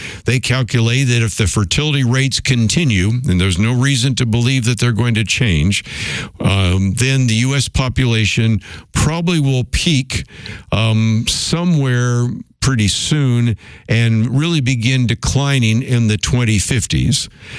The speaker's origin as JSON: {"language": "English", "region": "California", "country": "United States", "tie": "born or raised there", "said": "In Oakland, California, I grew up in the Bay Area"}